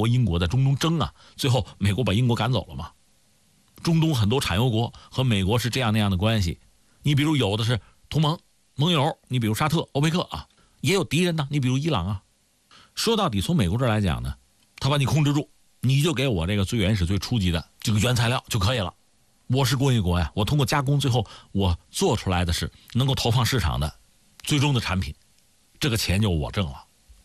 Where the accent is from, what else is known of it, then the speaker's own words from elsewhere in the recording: China; 那我们中国人分析这个事情，